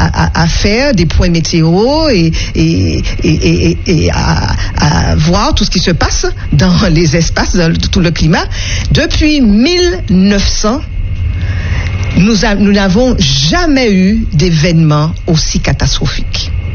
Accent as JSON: {"language": "French", "country": "France", "said": "Notre monde, c'est notre monde national, puisque nous sommes français."}